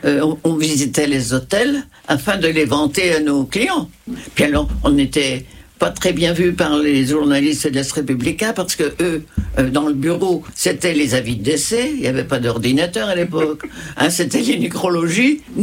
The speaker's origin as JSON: {"language": "French", "country": "France", "also_born_or_lived": "Beirut, Lebanon", "moved": "as an adult", "said": "je suis une Française qui rapatrie ses enfants."}